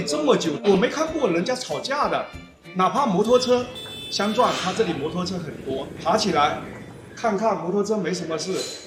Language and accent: Chinese; China; 他们看我们中国人，其实他们有点仰望的看我们